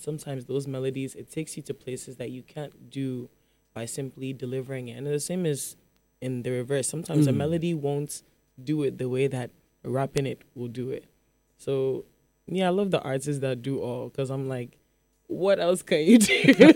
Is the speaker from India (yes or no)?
no; Accra, Greater Accra, Ghana; also born or lived in Chicago; Like, if you go back to where I'm from in Accra, or where, like, my hometown is in Konya, if you go to Brekum, you wouldn't find anyone like me.